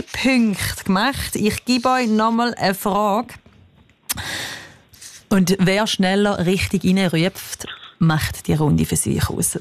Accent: Eastern Switzerland, Switzerland; wir Ostschweizer ein bisschen zu schnell sind für euch

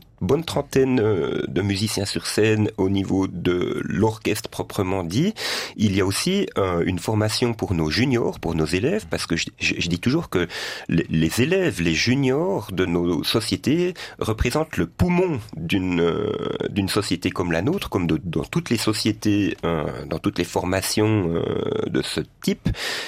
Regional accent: Jura, Switzerland; moved away; moi je suis jurassien d'origine

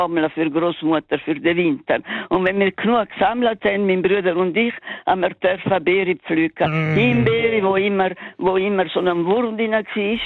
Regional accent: Lugano, Ticino, Switzerland; weil wir sind in Lugano in der Stadt aufgewachsen

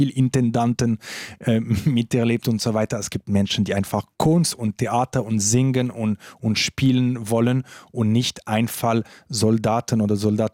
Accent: Switzerland; Also ich habe immer gesagt, als Schweizer ist man nicht, also

